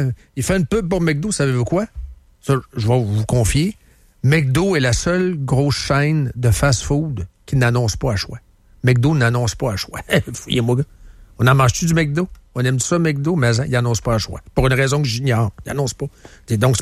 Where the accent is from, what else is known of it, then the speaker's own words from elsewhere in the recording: Charlesbourg, Quebec, Canada; moi je viens de Charlebourg en haut, tu sais ce que c'est, Charlebourg c'est grand, là.